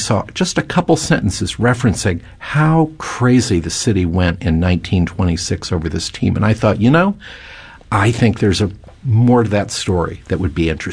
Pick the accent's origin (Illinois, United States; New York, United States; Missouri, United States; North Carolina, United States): Missouri, United States; St. Louis; now in Washington, D.C., United States; I'm originally from St. Louis, longtime Cardinal fan